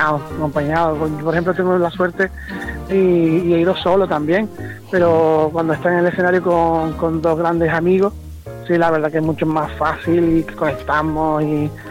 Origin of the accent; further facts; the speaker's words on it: Jerez, Andalusia, Spain; also born or lived in Las Palmas; Yo nací en Las Palmas, Gran Canaria, en la clínica del Pino, el 10 de Santa Rita. O sea, se puede ser más canario. Lo que pasa que mi padre era de Cádiz y me crié en Jerez.